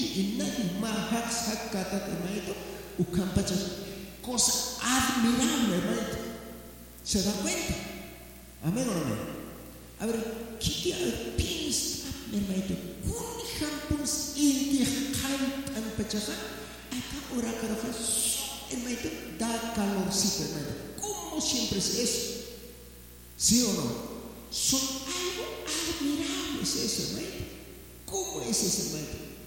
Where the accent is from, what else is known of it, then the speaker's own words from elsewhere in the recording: Peru; Sí, soy peruano.